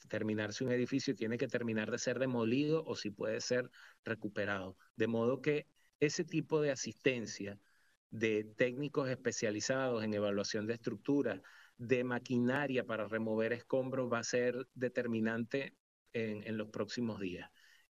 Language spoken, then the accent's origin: Spanish; Venezuela